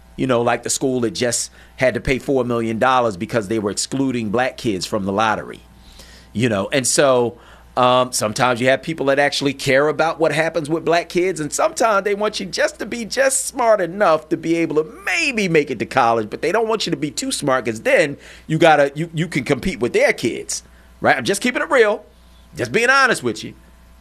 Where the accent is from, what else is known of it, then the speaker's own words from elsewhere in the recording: Philadelphia, Pennsylvania, United States; born there; my parents got divorced when I was a teenager. We moved from West Oak Lane to North Philly. And, you know, I learned some things living in North Philly, you know, that I wouldn't have learned in West Oak Lane.